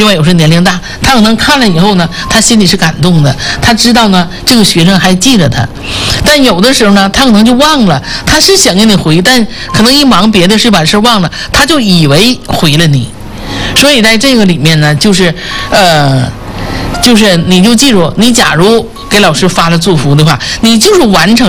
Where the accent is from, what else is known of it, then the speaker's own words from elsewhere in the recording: China; 因为我们中国人就是尊师重教